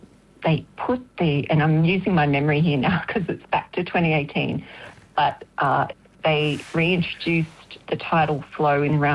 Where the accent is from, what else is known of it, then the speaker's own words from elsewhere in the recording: Australia; my hometown.